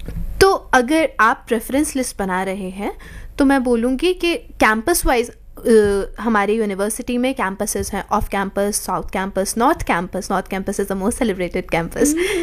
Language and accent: Hindi; Mathura, Uttar Pradesh, India; moved away as an adult; now in Delhi, India; मैं मथुरा से हेल करती हूँ